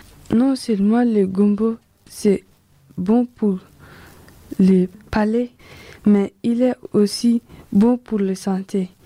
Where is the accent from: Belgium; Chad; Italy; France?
Chad; j'ai 14 ans. Je viens du Tchad.